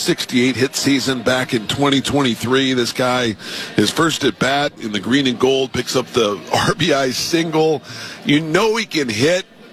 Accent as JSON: {"language": "English", "town": "Baltimore", "region": "Maryland", "country": "United States", "tie": "born or raised there", "said": "He tied his childhood hero, Miguel Tejada. We watched growing up in Baltimore after Tejada was with the A's and the Orioles."}